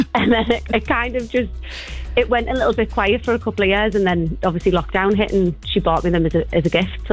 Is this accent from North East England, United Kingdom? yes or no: yes; Hartlepool, North East England, United Kingdom; I'm from Hartlepool in the Northeast